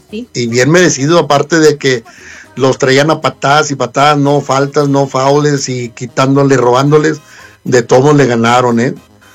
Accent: Mexico

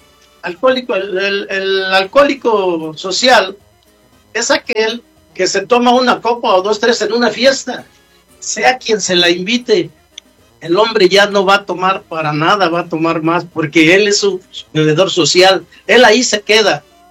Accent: Mexico City, Mexico; now in United States; Nosotros, en este caso yo en lo personal, vengo de la Ciudad de México, aquí a Estados Unidos

